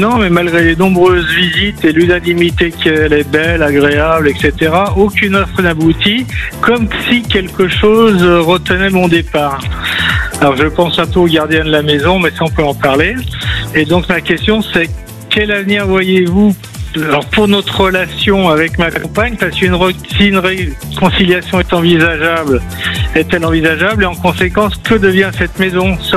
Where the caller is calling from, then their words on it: Occitanie, France; Je vous appelle de l'Hérault.